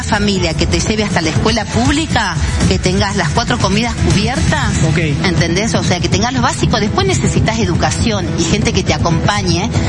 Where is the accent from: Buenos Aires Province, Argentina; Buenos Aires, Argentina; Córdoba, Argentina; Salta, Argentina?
Salta, Argentina; Tres Cerritos; born there; also born or lived in San Lorenzo; Claro, no nací en San Lorenzo, nací en Tres Cerritos. Después sí me fui a San Lorenzo.